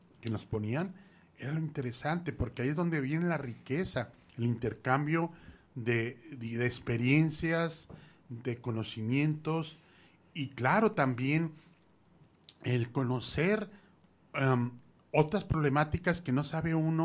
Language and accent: Spanish; Zapopan, Jalisco, Mexico; Sí, soy de Zapopan.